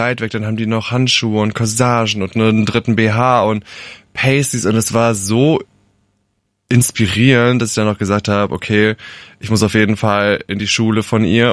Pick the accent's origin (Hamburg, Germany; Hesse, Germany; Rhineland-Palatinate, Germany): Rhineland-Palatinate, Germany; Nähe Alzey.